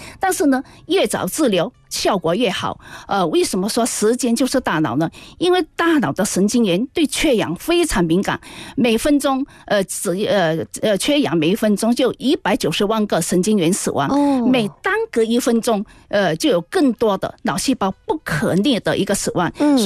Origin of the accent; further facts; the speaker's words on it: Shantou, Guangdong, China; 第三的话，就刚才我是来自汕头地区，很多特别潮汕地区很多患者都很喜欢服用安宫牛黄丸。